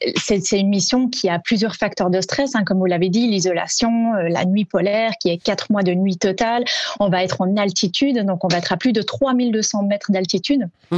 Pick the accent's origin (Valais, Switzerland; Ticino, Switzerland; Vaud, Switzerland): Vaud, Switzerland; now in Toulouse, France; Alors la Suisse, c'est mon pays natal. Je suis née et j'ai grandi en Suisse, dans le canton de Vaud.